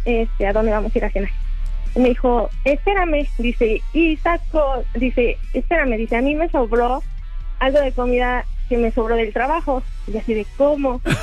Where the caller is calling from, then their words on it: Mexico City, Mexico; Yo soy de aquí, de la Magdalena Contreras